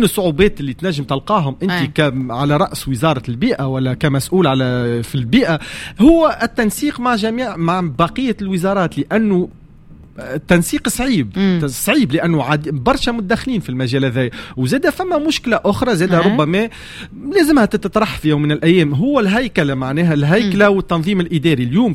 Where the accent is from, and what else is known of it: Tunisia